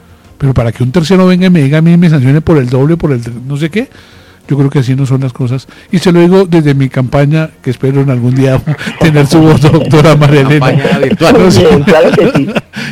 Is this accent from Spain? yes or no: no; Colombia; Vamos para adelante, que somos colombianos